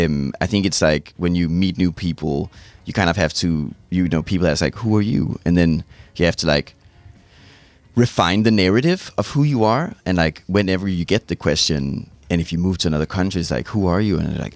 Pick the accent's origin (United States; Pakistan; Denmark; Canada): Denmark; Copenhagen, Capital Region of Denmark; moved away as an adult; now in Amsterdam, Netherlands; when I tell people I'm from Copenhagen, they're like, oh, that's so cool, that's amazing. And I'm like, well, it's lame because I lived there my whole life